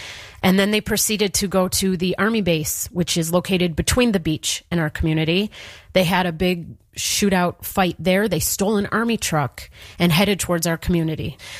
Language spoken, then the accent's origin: English; Chicago, Illinois, United States; now in Israel; Growing up in Chicago, we had snow days. And on the Gaza border, you have rocket days.